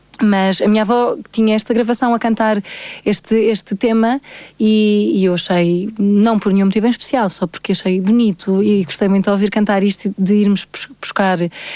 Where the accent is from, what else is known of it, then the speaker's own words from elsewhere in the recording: Portugal; esta coisa da emoção e que nos define muito enquanto portugueses.